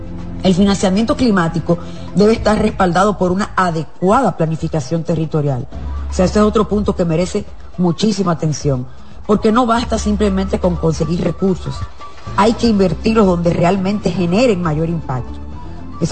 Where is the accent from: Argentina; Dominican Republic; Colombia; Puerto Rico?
Dominican Republic